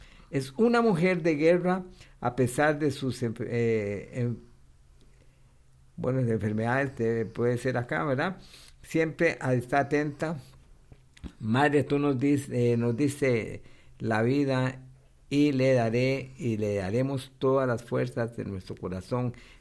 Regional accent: Cartago, Costa Rica; de Cartago, quiero saludar a doña Fresi Álvarez en Turrialba, mi pueblo lindo.

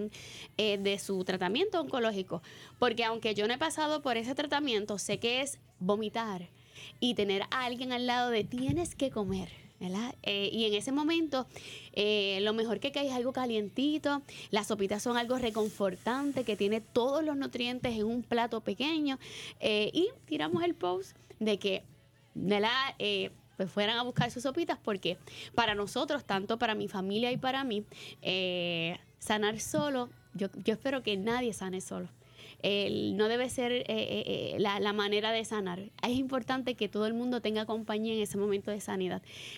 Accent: Puerto Rico; nos enseñan como puertorriqueños que la vulnerabilidad es parte del crecimiento y de la necesidad

